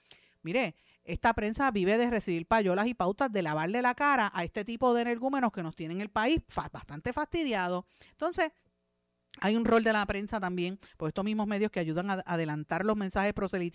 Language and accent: Spanish; Guaynabo, Puerto Rico; mi pueblo de Guaynabo